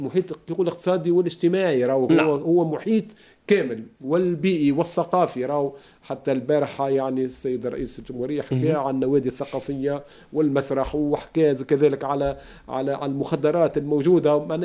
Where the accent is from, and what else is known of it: Tunisia